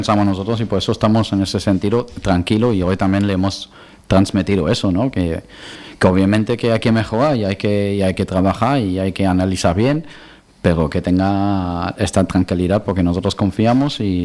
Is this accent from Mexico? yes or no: no; Balearic Islands, Spain; Somos baleares, que ya sabemos cómo es caer y levantarse